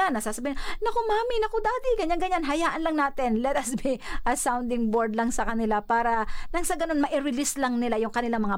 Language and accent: Tagalog; Mimaropa, Philippines; moved away; pag-uuwi kami ng Mindoro, ng province namin